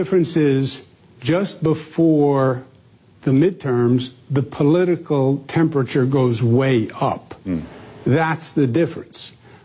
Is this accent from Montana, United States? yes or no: no; New York, United States